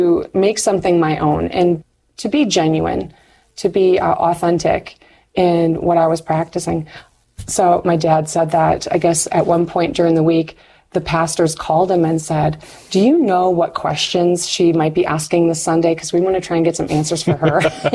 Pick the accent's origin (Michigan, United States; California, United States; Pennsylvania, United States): Michigan, United States; Marquette; Well, so I'm from Upper Michigan, Marquette, Michigan, the UP. I'm a Uper.